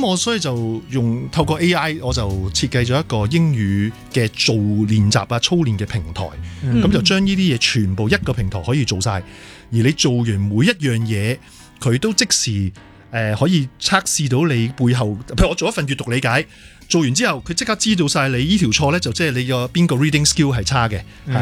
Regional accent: Hong Kong; 我哋香港人

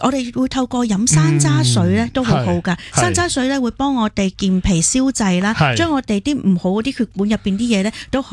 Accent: Hong Kong; 我哋香港人容易上火啊，

